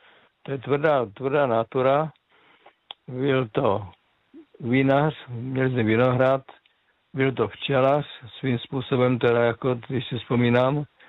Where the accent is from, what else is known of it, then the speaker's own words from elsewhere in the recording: Kyjov, South Moravian Region, Czechia; born there; now in Kopřivnice, Czech Republic; Já pocházím z Moravskoslovácka, to jsem už několikrát říkal. Městečka Žaravice se to jmenuje, mezi Kyjovem a Vzencem. Kyjově jsem se narodil